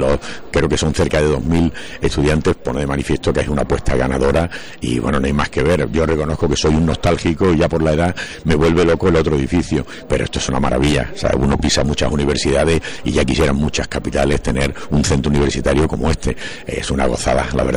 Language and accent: Spanish; Osuna, Andalusia, Spain; moved away; volver a mi pueblo es siempre un motivo de alegría, ver amigos, ver sus calles y ver que el pueblo está cada día más bonito. Es una satisfacción. Vengo a lo largo del año, ya más en plan privado, pero nunca dejo de venir porque, bueno, son mis raíces.